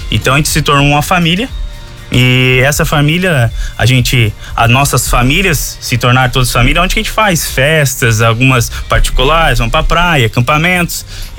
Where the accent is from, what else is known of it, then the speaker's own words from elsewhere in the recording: Chapadão do Lajeado, Santa Catarina, Brazil; also born or lived in Joinville; Eu e o gaiteiro somos de Joinville, mas nossos pais eram de Chapadão do Lajeado. Só que todo mundo tem a raiz ali, né? Desde muito novo, eu e o gaiteiro, por exemplo, com 10 anos a gente veio para o Chapadão.